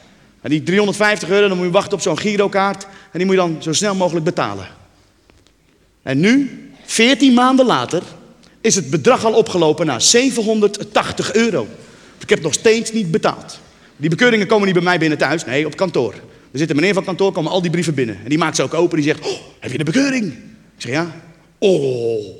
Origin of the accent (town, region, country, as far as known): Morocco